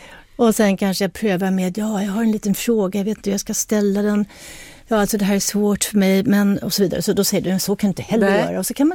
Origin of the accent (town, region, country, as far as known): Addis Ababa, Ethiopia; born or raised there